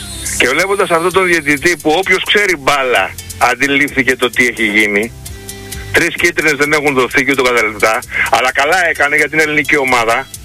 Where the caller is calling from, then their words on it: London, United Kingdom; από Λονδίνο